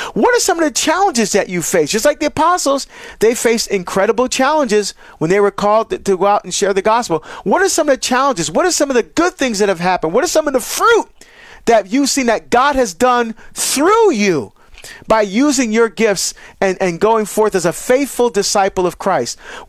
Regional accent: New Jersey, United States; because I really want to get back to Jersey, to my home state, to be able to speak at this event for law enforcement.

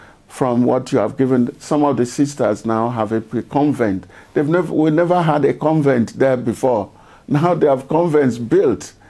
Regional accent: Nigeria; I'm Nigerian

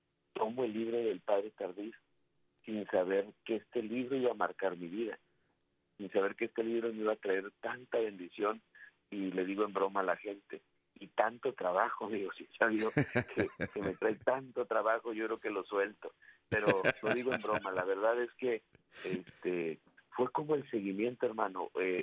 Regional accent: Río Bravo, Tamaulipas, Mexico; me metí sin querer a una librería católica de mi ciudad donde yo nací, en Río Bravo, Tamaulipas, acá en la frontera en México

